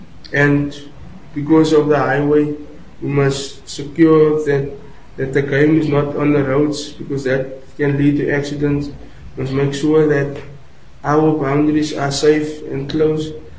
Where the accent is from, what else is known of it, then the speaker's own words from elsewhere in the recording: Western Cape, South Africa; I'm from Goedgevaag. It's a town near Pieketburg. It's close to Langebaan. I'm not from Langebaan. It's close to Langebaan, but there it's also unknown. I'm not from a city